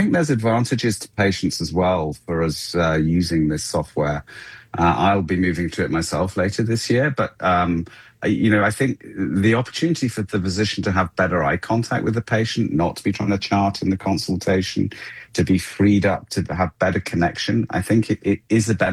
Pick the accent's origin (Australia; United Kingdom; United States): United Kingdom; accent: UK; Despite my accent, I don't have any great understanding of how it's playing out in other countries, such as where my accent's from. But I can connect with colleagues back in the UK from where I once worked